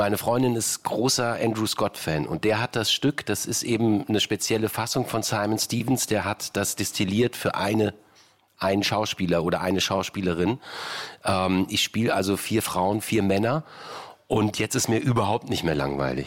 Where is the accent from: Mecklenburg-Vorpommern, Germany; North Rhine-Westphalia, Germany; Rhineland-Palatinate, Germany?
North Rhine-Westphalia, Germany; Düsseldorf; moved away as an adult; now in Berlin, Germany; Ich bin Düsseldorfer, ja. Ich bin Wahlberliner, seit 90.